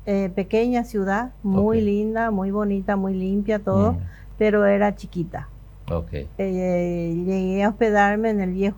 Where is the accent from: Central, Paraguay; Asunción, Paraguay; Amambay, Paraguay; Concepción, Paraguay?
Concepción, Paraguay; moved away as an adult; also born or lived in Chaco; now in Filadelfia, Paraguay; mis familiares son todos de Concepción y bueno, ese era el lugar donde nos íbamos a estudiar y a crecer